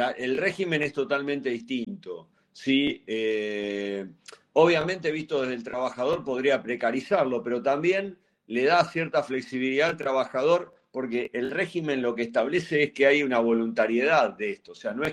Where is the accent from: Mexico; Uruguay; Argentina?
Argentina